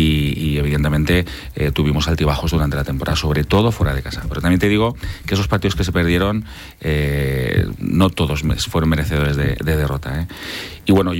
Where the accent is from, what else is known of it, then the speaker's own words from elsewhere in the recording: Gandia, Valencian Community, Spain; A ver, para mí, para decir que yo que soy de Gandía, que he jugado más de 10 años en el club de fútbol Gandía, que mis mejores amigos los he hecho allí en el club